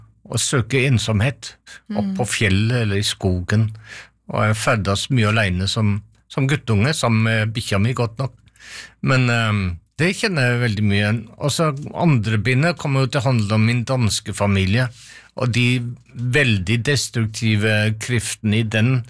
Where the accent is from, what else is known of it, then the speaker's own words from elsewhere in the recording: Seljord, Vestfold og Telemark, Norway; accent: Telemark dialect; moved away; also born or lived in Greenland; og snakke telemarksmål med dem. Da ble jeg mer og mer radikal i min dialekt, og finner tilbake til språket gjennom de gamle som jeg besøker.